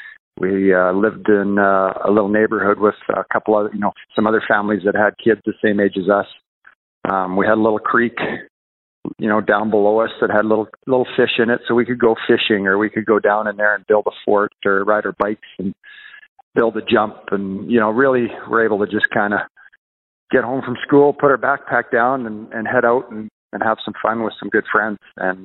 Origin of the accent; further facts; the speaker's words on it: Cranbrook, British Columbia, Canada; also born or lived in Cassiar; We lived there probably until I was about 3 years old, and then moved to Cranbrook at that point.